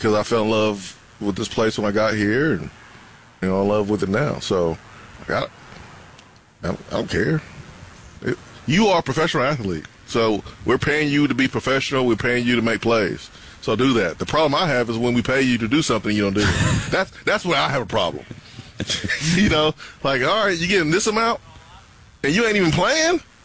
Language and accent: English; Huntsville, Alabama, United States; moved away; I'm from Huntsville.